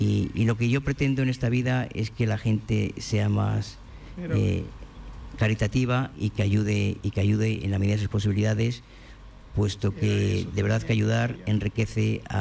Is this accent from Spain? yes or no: yes; Madrid, Community of Madrid, Spain; born there; Nací en Madrid, España, tengo 61 años